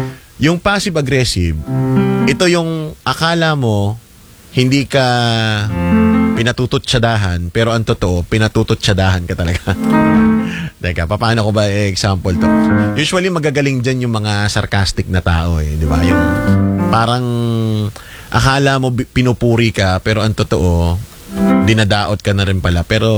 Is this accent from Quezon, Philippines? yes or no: yes; Lopez, Quezon, Philippines; one way papunta ng Quezon sa amin sa Lopez.